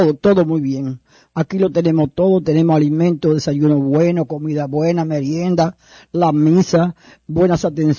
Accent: San Francisco de Macorís, Duarte, Dominican Republic; moved away; Yo soy de San Francisco de Macorís.

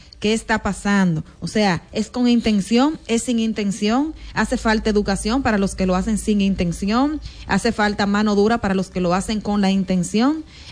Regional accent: Dominican Republic; Entonces, eso no es un secreto para nosotros como dominicanos.

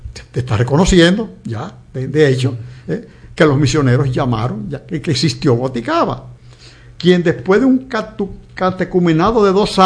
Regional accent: Dominican Republic; primicias de La Vega, primicias de nuestro país.

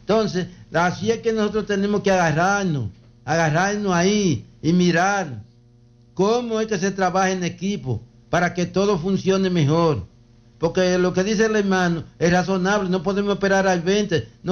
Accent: Dominican Republic; allá en mi tierra, La Canela

